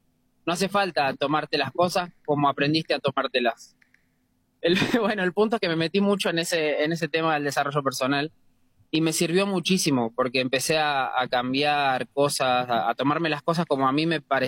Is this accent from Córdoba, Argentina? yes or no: no; Buenos Aires, Argentina; also born or lived in Forres, Santiago del Estero, Argentina; now in Madrid, Spain; papás son de Santiago del Estero y yo nací en Buenos Aires, me crié en Buenos Aires, pero luego, claro, tantos años en Forres, muchos piensan que nací ahí.